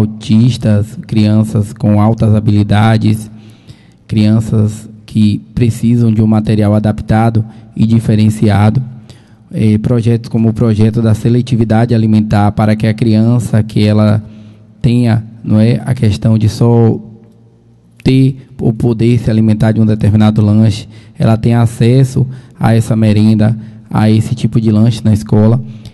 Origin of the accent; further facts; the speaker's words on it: Northeast Region, Brazil